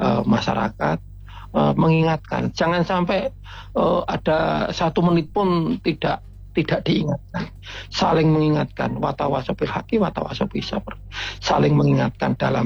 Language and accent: Indonesian; Lampung, Indonesia; sebagai warga sadar, sebagai warga Lampung yang menjunjung tinggi keharmonisan, sebagai tokoh masyarakat Lampung, tokoh negara